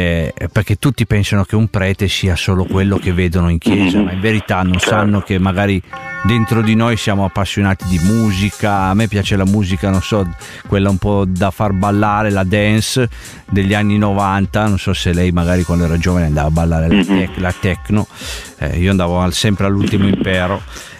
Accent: Turin, Piedmont, Italy; Io sono di Torino.

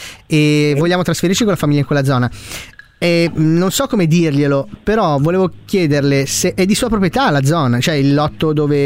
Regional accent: Milan, Lombardy, Italy; Senta, siccome noi, vabbè, siamo di Milano, io ho dei genitori, sì, piuttosto anziani

